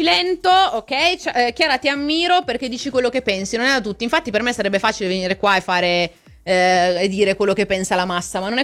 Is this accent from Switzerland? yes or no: yes; Zurich, Switzerland; born there; sono nato a Zurigo, la mia terra nativa